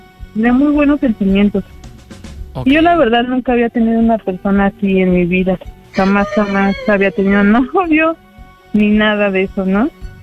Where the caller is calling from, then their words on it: Álvaro Obregón, Mexico City, Mexico; Soy del Álvaro Obregón.